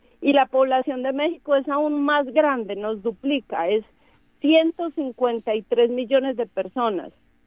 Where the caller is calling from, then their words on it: Colombia; La población de mi país en Colombia son 53 millones de personas.